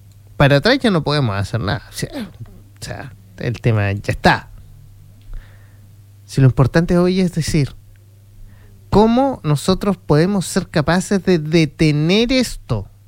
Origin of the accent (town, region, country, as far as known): Chile